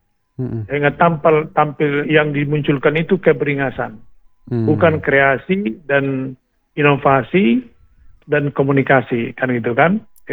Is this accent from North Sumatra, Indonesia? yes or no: yes; North Sumatra, Indonesia; Tapi kita itu sebenarnya orang Batak itu, semua orang anak raja.